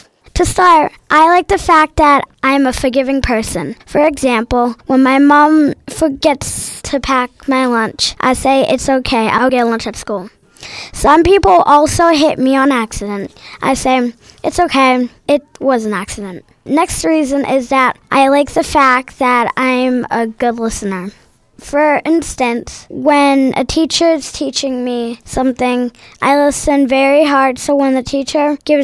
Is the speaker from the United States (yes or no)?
yes; Pittsburgh, Pennsylvania, United States; I'm from Pittsburgh, Allegheny, K-5.